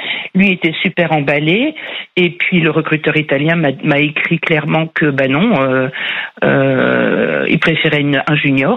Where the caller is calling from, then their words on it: Hauts-de-France, France; je vous appelle d'un petit village à côté de Cambrai.